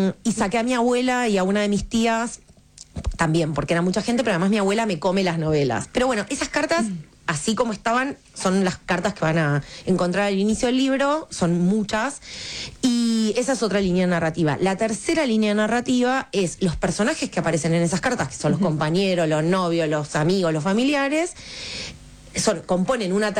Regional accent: Adrogué, Buenos Aires Province, Argentina; yo soy de Adrogué

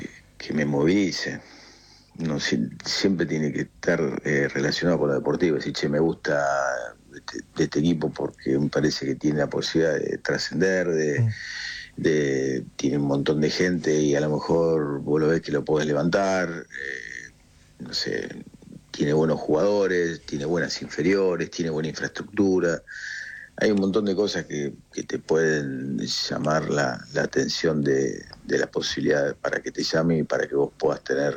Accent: Argentina; Y ojalá como argentino, como hincha de la selección, que le vaya lo mejor posible

